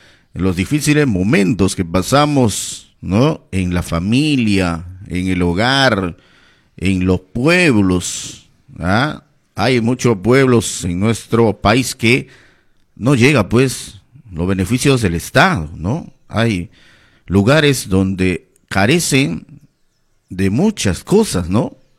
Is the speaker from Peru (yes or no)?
yes; Peru; estamos en el mes patrio, en el mes de nuestra independencia del Perú. Y bueno, como buenos peruanos